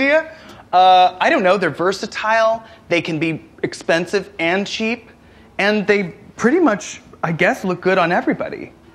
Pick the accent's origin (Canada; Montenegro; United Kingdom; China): Canada; born there; I was born in Canada, proudly.